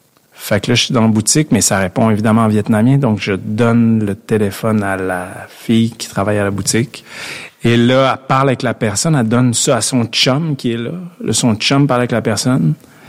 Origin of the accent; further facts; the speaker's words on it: Canada; je viens du Canada